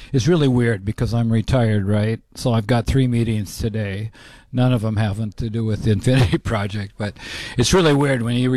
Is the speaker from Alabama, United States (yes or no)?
no; Minnesota, United States; now in North Dakota, United States; I actually live in North Dakota, but I came from Minnesota, but I've lived in North Dakota much longer.